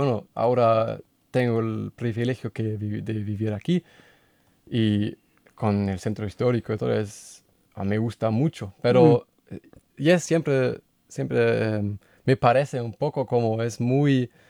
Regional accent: Hanover, Lower Saxony, Germany; moved away; yo soy de Hannover, que es más en el norte de Alemania

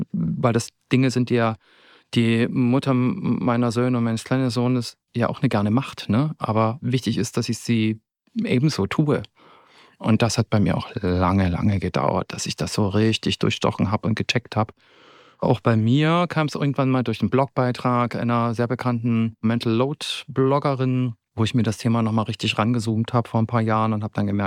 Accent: Zittau, Saxony, Germany; now in Dresden, Germany; dass natürlich die psychische Unterstützung da, wo ich herkomme, ganz anders ist als in Dresden. Ich habe in Dresden viel schneller Therapie gefunden als noch in Zittau

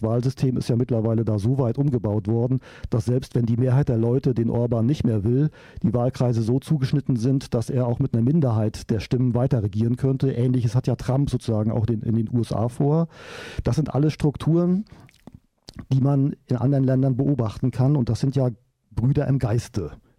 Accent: East Germany, Germany; Ich bin auch in der DDR aufgewachsen. Die ersten 18 Lebensjahre durfte ich in diesem Land verbringen.

